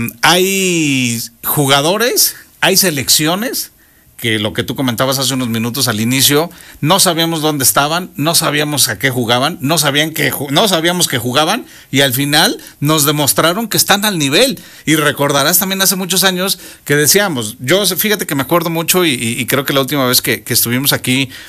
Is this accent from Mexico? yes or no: yes; Mexico; no, somos mexicanos.